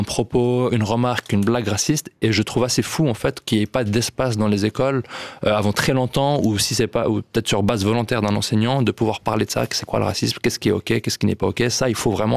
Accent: Lausanne, Vaud, Switzerland; je dis toujours je suis lausannois d'origine

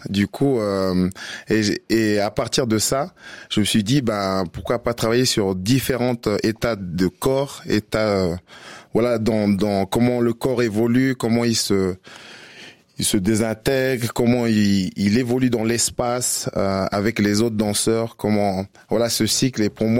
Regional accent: New Caledonia

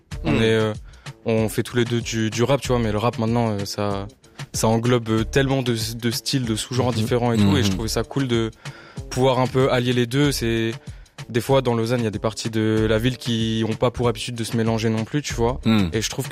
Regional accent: Nîmes, Occitanie, France; accent: southern French; Moi, je suis un gars du sud de la France de base

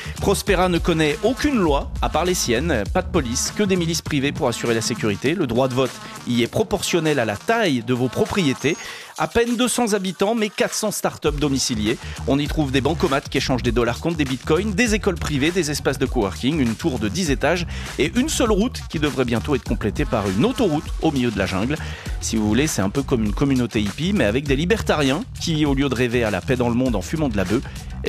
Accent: Switzerland; Alors si jamais chez nous en Suisse, il paraît que les Zweifel goût aromate vont revenir prochainement.

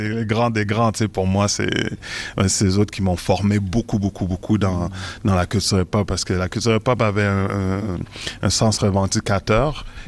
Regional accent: Quebec, Canada; born there; first language Haitian Creole; French is a second language

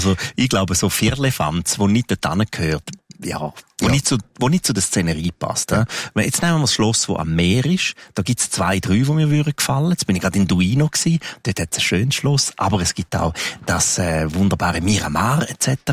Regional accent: Graubünden, Switzerland; Engadin ist meine Heimat.

